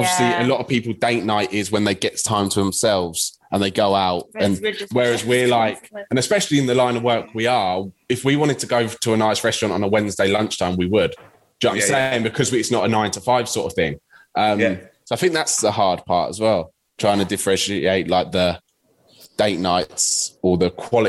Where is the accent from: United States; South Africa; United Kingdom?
United Kingdom; England; because Paige is Scottish and I'm English, eh?